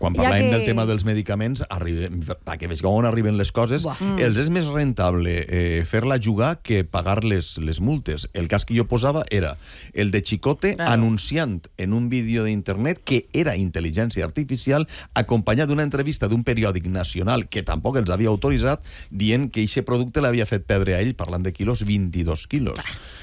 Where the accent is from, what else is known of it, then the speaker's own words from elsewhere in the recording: Alcoy, Valencian Community, Spain; soc del Bilbao de la Comunitat Valenciana.